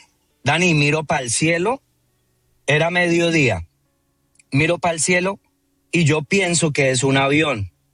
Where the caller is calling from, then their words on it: Villavicencio, Meta, Colombia; yo soy de Villavicencio.